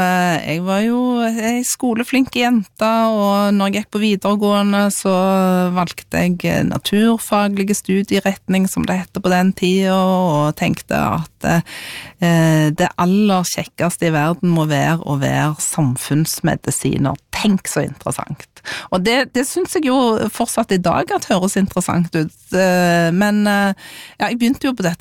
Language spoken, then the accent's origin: Norwegian; Sandnes, Rogaland, Norway; alle ungene I gata der jeg vokste opp med sto klar og ventet på bokbussen på mandags ettermiddagen